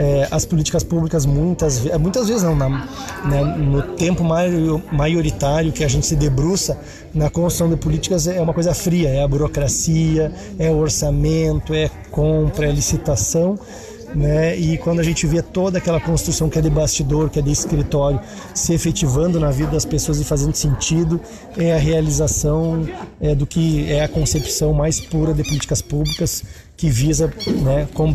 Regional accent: Santa Maria, Rio Grande do Sul, Brazil; also born or lived in Dona Francisca; eu sou nascido e criado em Santa Maria

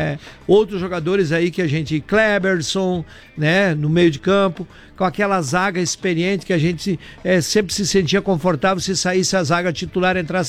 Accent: Brazil

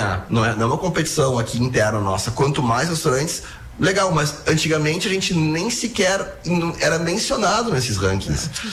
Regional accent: Porto Alegre, Rio Grande do Sul, Brazil; A gente nasceu, o nosso CEP é 90 mil e alguma coisa, né?

